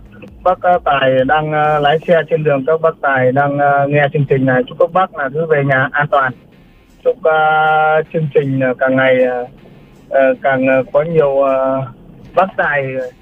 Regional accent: Hưng Yên, Vietnam; bài hát là có nhiều những cái từ giới thiệu về quê hương Hương Yên của mình.

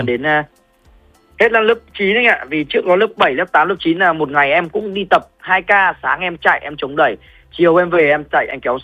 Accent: Chiêu Khúc, Hanoi, Vietnam; lần đầu tiên đó chính là quê hương em cũng là cái nôi sinh ra bá vật cổ truyền

